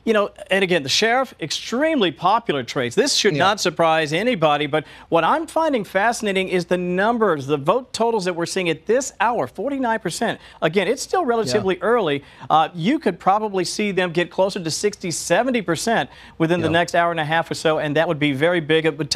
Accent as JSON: {"language": "English", "region": "California", "country": "United States", "tie": "born or raised there", "said": "Now, I grew up in California."}